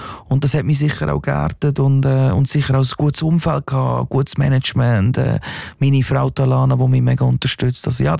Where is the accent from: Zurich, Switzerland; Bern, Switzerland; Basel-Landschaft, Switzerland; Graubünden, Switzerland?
Basel-Landschaft, Switzerland; Gelterkinden; Ich bin aus Geltenkind aus dem Baselland, habe dort eine Sekundarschule gemacht